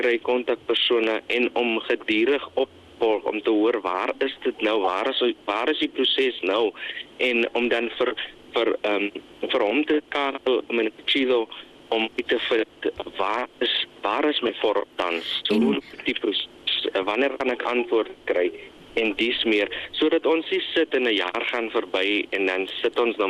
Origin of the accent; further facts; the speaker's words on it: Namibia; ons as inwoners en as Namibiërs